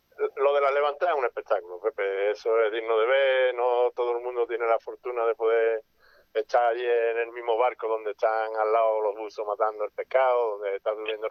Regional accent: Barbate, Andalusia, Spain; ahí en mi pueblo, en mi almadraba de mi empresa.

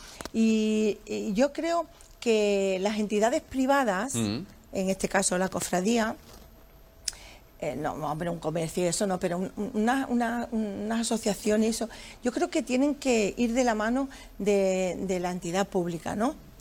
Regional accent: San Fernando, Andalusia, Spain; donde vamos, vamos representando a la isla

